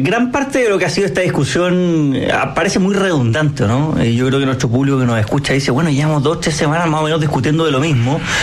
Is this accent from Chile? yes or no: yes; Chile; Eran cosas que como chilenos nos eran ajenas.